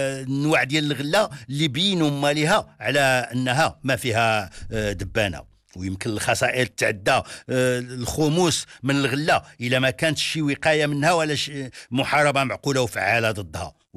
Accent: Morocco; عندنا في المغرب

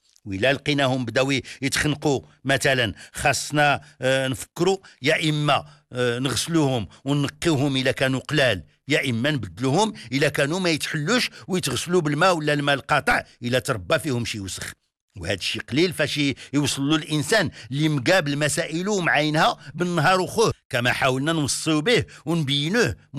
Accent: Morocco; بلادنا المغرب

